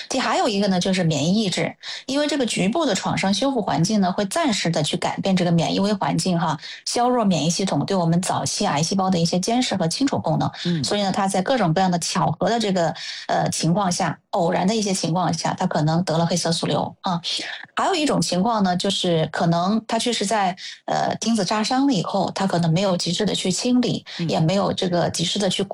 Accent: China

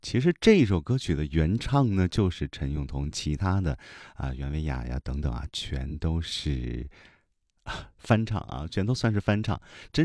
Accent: Tianjin, China; 我妈经常带我去赶集啊，因为那是我的家乡嘛。

